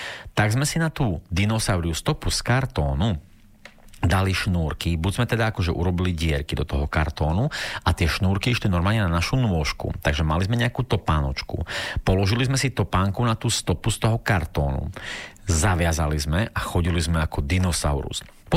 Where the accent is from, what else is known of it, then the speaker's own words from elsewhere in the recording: Bardejov, Prešov Region, Slovakia; ja som vám hovoril, že teda pochádzam z Bardejova, že Bardejov teda bolo také obuvnícke mesto